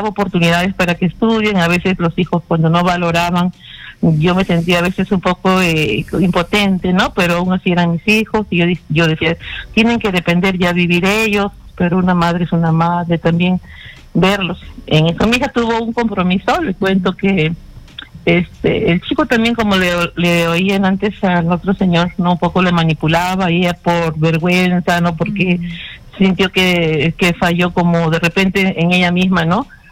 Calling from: Trujillo, La Libertad, Peru; yo vivo en Trujillo con mi esposo.

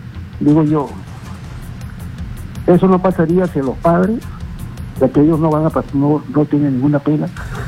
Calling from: Lima, Peru; De aquí, de Lima.

